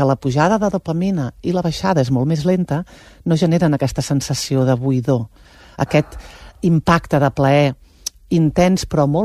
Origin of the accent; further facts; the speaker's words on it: Prats de Lluçanès, Catalonia, Spain; Clar, tio, és que jo soc de Prats